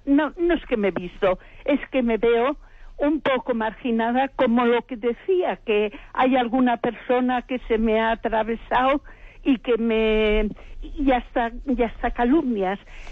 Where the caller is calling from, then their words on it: Basque Country, Spain; soy del País Vasco.